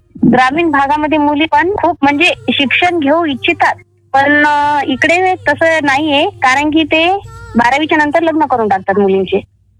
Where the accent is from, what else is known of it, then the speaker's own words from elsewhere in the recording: Pardi Asra, Maharashtra, India; moved away as an adult; now in Sukli, Washim, India; जिल्हा वाशिम आहे। वाशिम वरून 20 किलोमीटर अंतर माझं गाव आहे। तसेच माझे माहेर पारडी आसरा आहे। माझं शिक्षण BA फायनल झाले आहे।